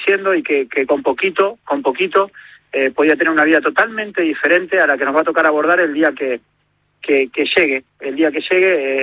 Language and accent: Spanish; Spain; moved away; yo hace nada vine de España y hace 25 años